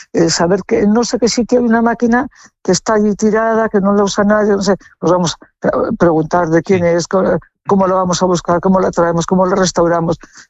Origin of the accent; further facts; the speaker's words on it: Gallarta, Basque Country, Spain; vengo de un pueblo alegre, de un pueblo con mucha gente en la calle